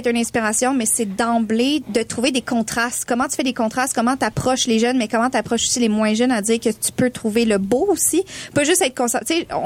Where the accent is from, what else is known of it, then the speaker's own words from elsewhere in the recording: Granby, Quebec, Canada; je viens de Grimbé